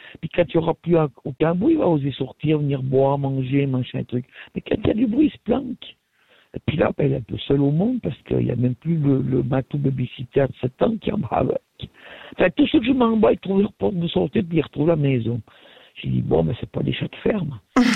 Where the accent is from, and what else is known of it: Valais, Switzerland